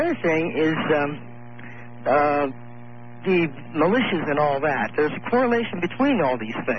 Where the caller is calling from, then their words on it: Colorado, United States; I'm calling from the Roaring Fork Valley in Colorado.